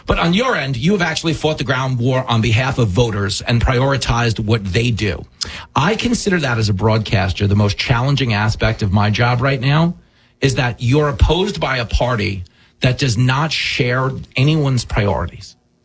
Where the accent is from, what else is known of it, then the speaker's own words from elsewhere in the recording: Levittown, New York, United States; I grew up in America. I'm 49 years old. Okay. I grew up in Levittown. We have a Levittown, PA. I grew up in Levittown, Long Island. Very similar. Suburban, hard scrabble.